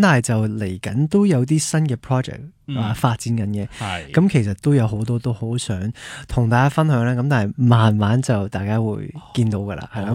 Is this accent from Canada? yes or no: yes; Canada; 我自己可能我即系细细个喺加拿大长大，咁当然我就听好多英文歌啦。咁即系我自己都系即系比较流利啲啦英文。